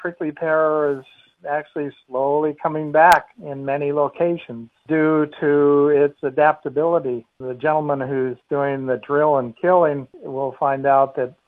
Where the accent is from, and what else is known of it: Australia; now in United States